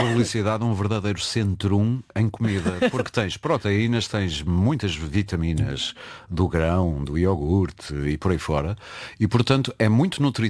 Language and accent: Portuguese; Norte, Portugal; Nós no Norte também fazemos isso.